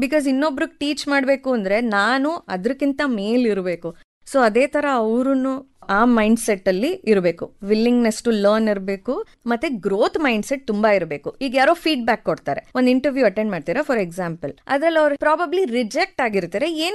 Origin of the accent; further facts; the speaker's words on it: Hassan, Karnataka, India; moved away; ನಾನು ಒಂದು ಸಣ್ಣ ಊರಿಂದ ಬಂದಿದ್ದು, ಹಾಸನ್ ಅವಳು.